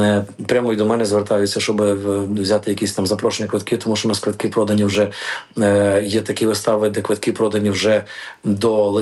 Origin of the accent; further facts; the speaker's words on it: Ivano-Frankivsk, Ivano-Frankivsk Oblast, Ukraine; Я не просто з Івано-Франківська, я з Івано-Франківська зараз, яке сьогодні має свій день народження.